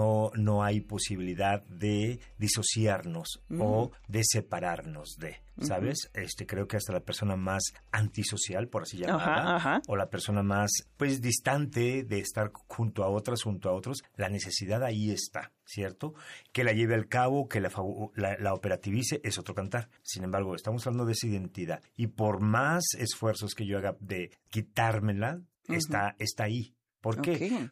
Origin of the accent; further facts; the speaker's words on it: Mexico; nosotros como mexicanos